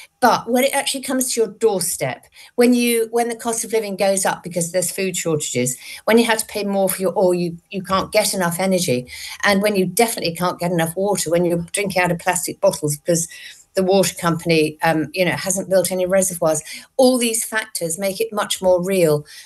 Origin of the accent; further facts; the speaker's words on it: Brighton, South East England, United Kingdom; my hometown, Brighton.